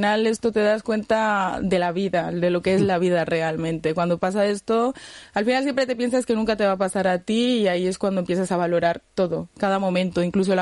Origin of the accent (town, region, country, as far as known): Medellín, Antioquia, Colombia; now in Zalla, Spain